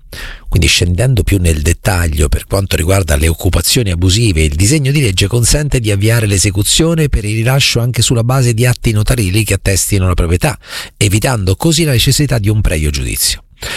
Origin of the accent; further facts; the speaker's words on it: Marche, Italy; Dalle mie parti si dice: se vuoi ladri vai a Loreto, se vuoi malfidati vai a Recanati.